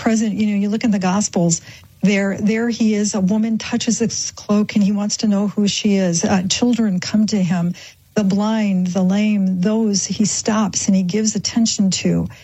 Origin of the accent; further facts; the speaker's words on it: Grand Rapids, Michigan, United States; because I grew up in Grand Rapids, Michigan, and around that area